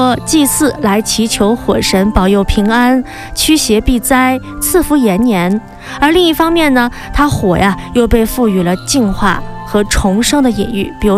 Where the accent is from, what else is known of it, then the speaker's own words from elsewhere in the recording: China; 我们中国人